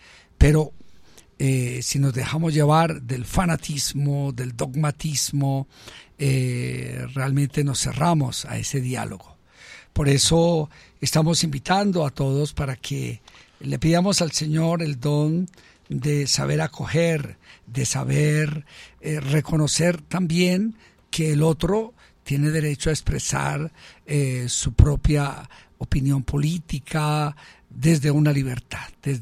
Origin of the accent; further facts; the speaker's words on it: Colombia; como colombianos, somos parte de un mismo pueblo, una misma nación